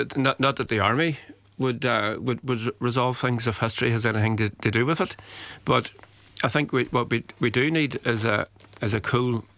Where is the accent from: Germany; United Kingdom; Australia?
United Kingdom; Northern Ireland